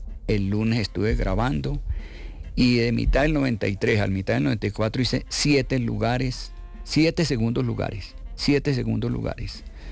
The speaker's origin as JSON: {"language": "Spanish", "town": "Chaparral", "region": "Tolima", "country": "Colombia", "accent": "tolimense", "moved": "yes", "said": "Yo soy de provincias, yo soy de un pueblo que se llama Chaparral, Tolima."}